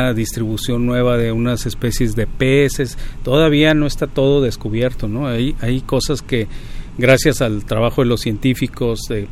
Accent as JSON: {"language": "Spanish", "region": "Coahuila", "country": "Mexico", "said": "Aquí cuna de la revolución, aquí la gente es aguerrida, somos aguerridos los coahuilenses porque traemos en el ADN"}